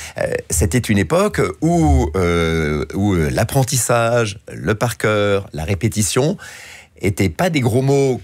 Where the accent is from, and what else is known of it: Biarritz, Nouvelle-Aquitaine, France; born there